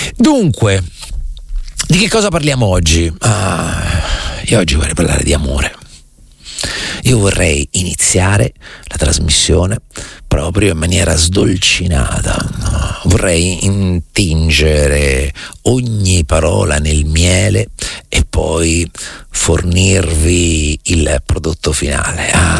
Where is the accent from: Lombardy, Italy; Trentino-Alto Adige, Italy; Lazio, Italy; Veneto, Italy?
Lazio, Italy; Rome; born there; perché io sono romano, io sono romana. ok? Sono nata a Roma.